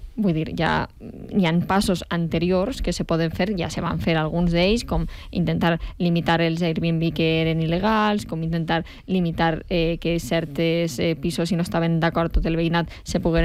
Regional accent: Castellón de la Plana, Valencian Community, Spain; en el meu poble, en Castelló

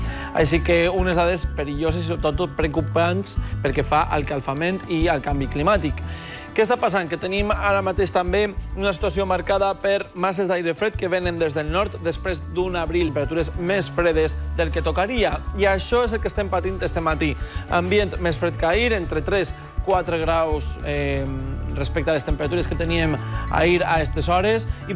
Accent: Casas Bajas, Valencian Community, Spain; 5 a Vilafranca, al meu poble, a Casas Bajas, 7 graus

